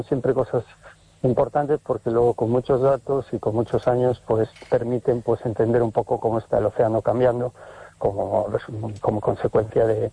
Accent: Galicia, Spain; Se escogió desde el año 2014 que estamos en Galicia. Yo soy gallego

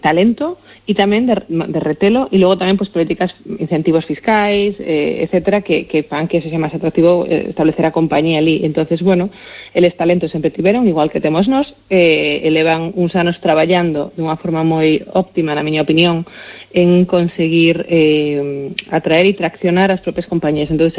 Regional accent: Galicia, Spain; Pero a nivel galega, como galega falando

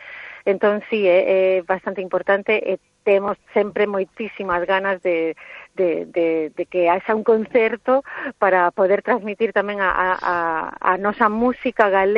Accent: Brussels, Belgium; born or raised there

